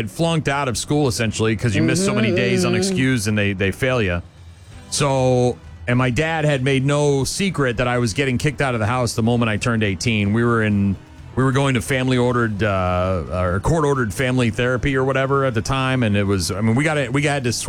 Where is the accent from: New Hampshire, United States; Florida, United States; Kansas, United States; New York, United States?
New Hampshire, United States; Nashua; moved away; We lived, we moved into a house on Syracuse Road in Nashua, New Hampshire, my hometown. And I grew up there. I spent most of my life there until, well, my early life, till I was about, when I was 16